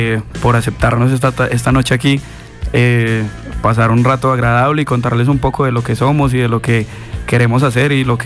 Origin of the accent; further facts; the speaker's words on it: Colombia; Nosotros también tenemos la capacidad como colombianos de hacer buen metal